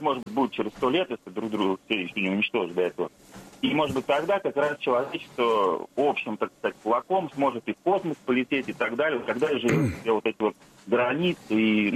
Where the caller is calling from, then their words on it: Voronezh, Voronezh Oblast, Russia; я из Воронежа